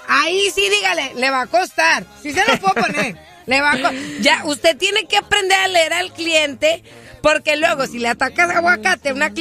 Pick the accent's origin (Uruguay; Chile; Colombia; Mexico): Mexico; mi raza, como buenos mexicanos